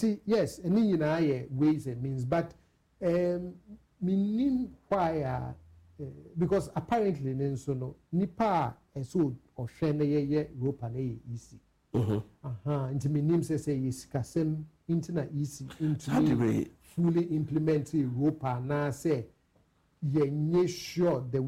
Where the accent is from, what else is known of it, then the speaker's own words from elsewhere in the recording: Ghana; Ain't no open so one prove is me a Ghana man.